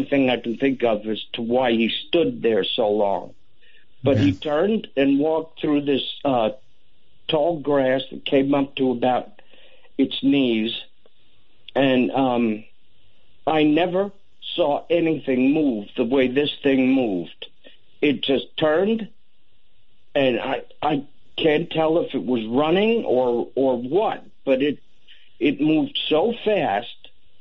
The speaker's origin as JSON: {"language": "English", "town": "Norman", "region": "Oklahoma", "country": "United States"}